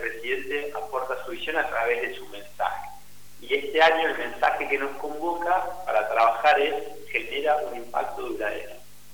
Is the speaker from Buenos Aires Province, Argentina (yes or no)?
no; Caleta Olivia, Santa Cruz, Argentina; muy distinta a de donde yo vengo, ¿no? Como bien dijo Juan, Caleta Olivia, la provincia de Santa Cruz, la Patagonia, la estepa, la meseta